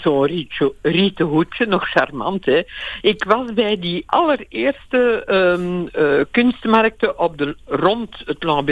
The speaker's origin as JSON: {"language": "Dutch", "country": "Belgium", "said": "we zijn Belgen voor iets."}